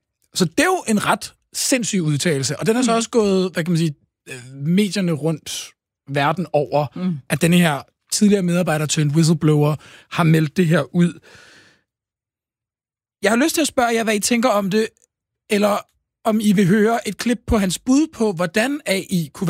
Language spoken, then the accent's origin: Danish; Istanbul, Turkey; Jeg er vokset op i Istanbul.